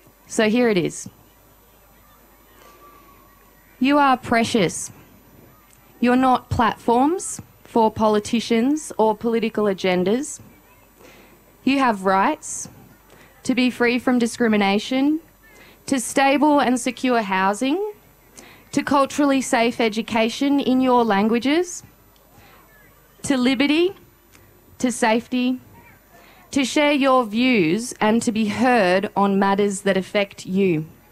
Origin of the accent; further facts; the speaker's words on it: Alice Springs, Northern Territory, Australia; I was born and raised in Mbantwa Alice Springs.